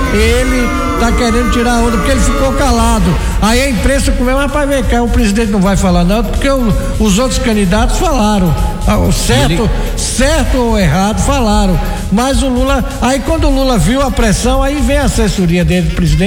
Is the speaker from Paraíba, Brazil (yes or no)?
yes; Patos, Paraíba, Brazil; born there; now in Jequié, Brazil; eu sou brasileiro, eu sou nordestino. Eu nasci em Patos, na Paraíba, mas me considero jiquiense porque eu recebi o título de cidadão baiano.